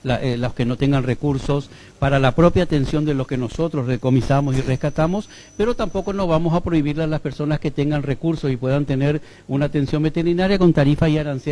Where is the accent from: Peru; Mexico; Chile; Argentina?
Argentina; Buenos Aires; moved away as an adult; also born or lived in Spain; now in Paraguay; cuando yo tenía 6 años, mi madre nos llevó a vivir a Buenos Aires, yo volví con 18 años y a los 23 ya me fui de Paraguay y no volví hasta el 2015.